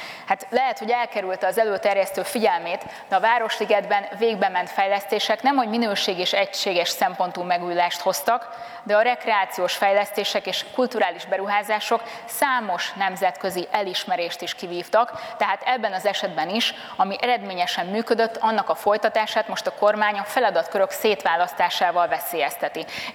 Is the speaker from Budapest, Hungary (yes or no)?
yes; Budapest, Hungary; Azt tudom mondani budapestiként